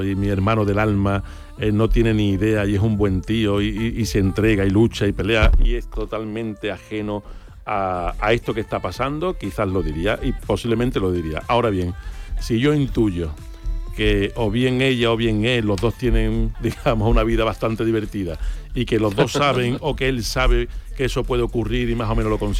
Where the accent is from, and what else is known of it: Utrera, Andalusia, Spain